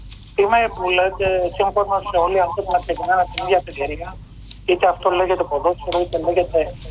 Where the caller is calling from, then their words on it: Aigaleo, Attica, Greece; από το Εγάλεο.